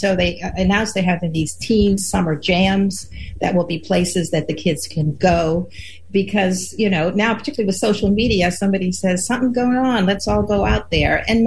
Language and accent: English; Baltimore, Maryland, United States; the mayor of Baltimore, my hometown, Brandon Scott